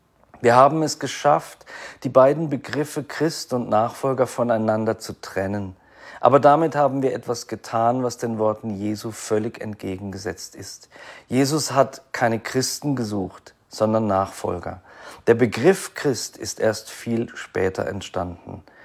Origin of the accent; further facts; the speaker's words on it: Freiburg, Baden-Württemberg, Germany; saß ich mit einem befreundeten Pastor im Außenbereich einer Pizzeria in der Fußgängerzone meiner Heimatstadt Freiburg.